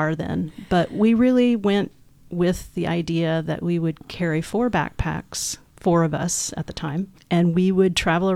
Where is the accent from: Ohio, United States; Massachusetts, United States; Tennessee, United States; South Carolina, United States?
Tennessee, United States; Nashville; moved away as an adult; also born or lived in Knoxville, Tennessee / North Carolina; now in Jefferson County, Washington, United States; I was born in Knoxville, Tennessee, and raised briefly in North Carolina, just over the border in the Smoky Mountains, and then basically moved to Nashville, Tennessee at the age of two, where I lived until I went away to college.